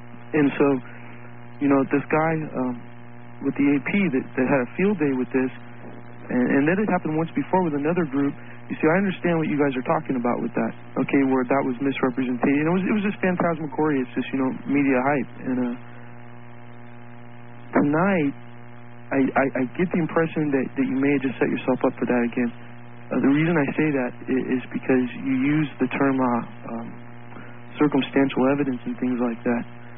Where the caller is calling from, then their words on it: Long Beach, California, United States; from Long Beach.